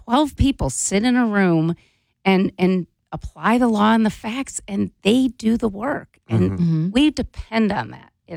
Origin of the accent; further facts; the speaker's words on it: Cleveland, Ohio, United States; There's people, I served on a jury in my hometown of Cleveland.